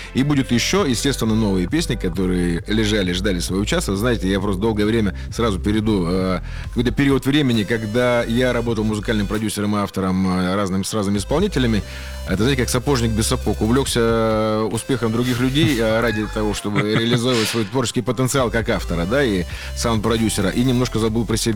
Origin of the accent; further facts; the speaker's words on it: Siberia, Russia; мы везде подчеркиваем, что мы сибиряки.